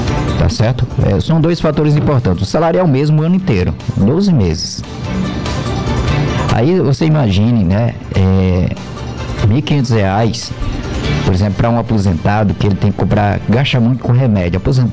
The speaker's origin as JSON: {"language": "Portuguese", "country": "Brazil", "said": "Qual de nós brasileiros?"}